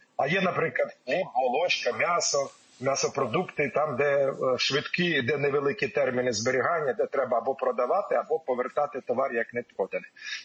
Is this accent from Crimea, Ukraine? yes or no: no; Pryluky, Chernihiv Oblast, Ukraine; now in Kyiv, Ukraine; Мої рідних Прилуках